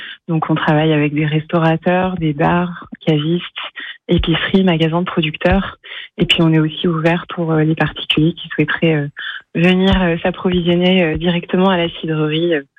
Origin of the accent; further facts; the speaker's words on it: Normandy, France; now in Haritz, France; je suis normande et petite fille de paysan producteur de cidre.